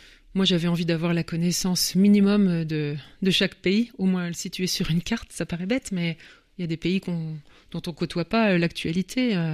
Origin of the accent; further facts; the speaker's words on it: France; Oui, mais même en tant que Français